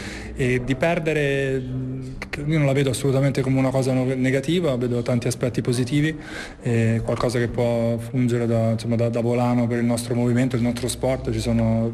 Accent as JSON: {"language": "Italian", "town": "Rome", "region": "Lazio", "country": "Italy"}